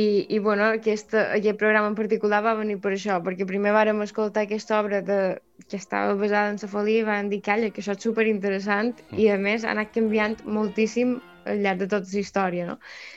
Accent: Felanitx, Balearic Islands, Spain; i els altres tres són catalans, en Joan és de Reus, en Oriol d'Alcanar i en Xavi de Olesa de Montserrat i jo de Felanitx.

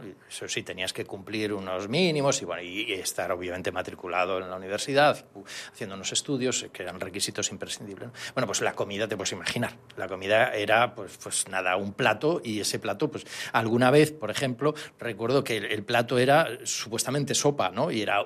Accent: Galicia, Spain

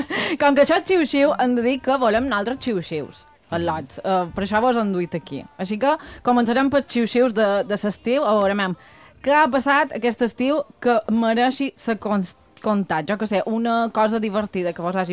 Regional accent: Bunyola, Balearic Islands, Spain; festes de Bunyola del meu poble.

